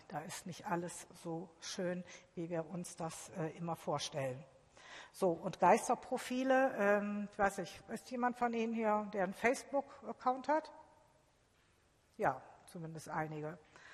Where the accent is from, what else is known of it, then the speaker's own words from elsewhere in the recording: Düsseldorf, North Rhine-Westphalia, Germany; Also ich komme ja aus Düsseldorf und da kann ich Ihnen sagen, ganz klar sagen Ihnen die Leute, dafür werden wir nicht bezahlt.